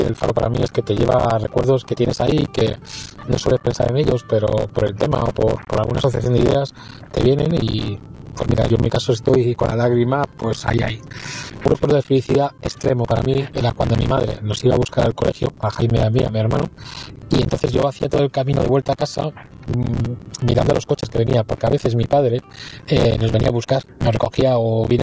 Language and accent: Spanish; Madrid, Community of Madrid, Spain; Hola, buenas. … de Madrid.